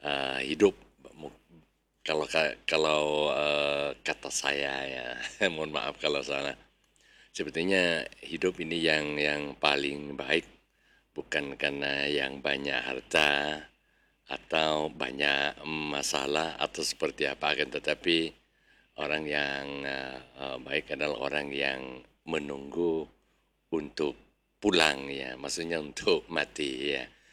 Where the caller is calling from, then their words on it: Bluto, East Java, Indonesia; Pokoknya sampaikan dah salam saya dari Bluto itu ya. Dari Bluto adalah salam.